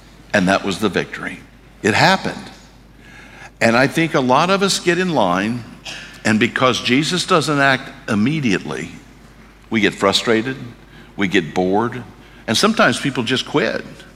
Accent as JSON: {"language": "English", "town": "St. Louis", "region": "Missouri", "country": "United States", "tie": "born or raised there", "said": "I grew up in St. Louis."}